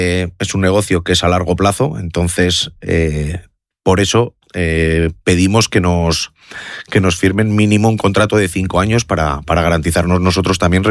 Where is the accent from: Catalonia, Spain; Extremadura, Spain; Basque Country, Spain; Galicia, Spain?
Basque Country, Spain; Vitoria-Gasteiz; born there; yo nací en Vitoria, soy de Vitoria.